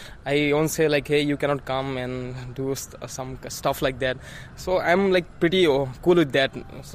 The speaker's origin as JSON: {"language": "English", "town": "Guwahati", "region": "Assam", "country": "India", "said": "I'm here from Royal Awas, Guwahati."}